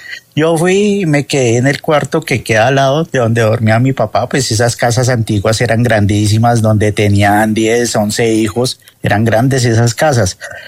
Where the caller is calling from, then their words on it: Bogotá, Colombia; Acá de Bogotá, de Olaya.